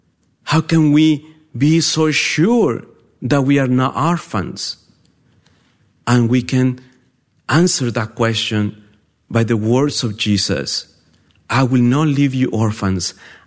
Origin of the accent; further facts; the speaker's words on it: Mexico; moved away; because I'm from Mexico